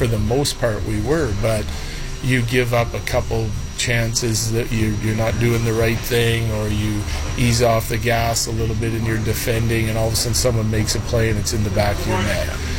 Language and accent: English; Saskatchewan, Canada; moved away; We're both from Saskatchewan